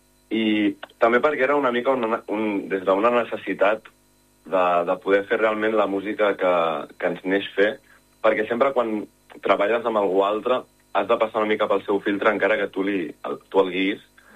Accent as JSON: {"language": "Catalan", "town": "Sabadell", "region": "Catalonia", "country": "Spain", "first_language": "Catalan", "said": "som de Sabadell"}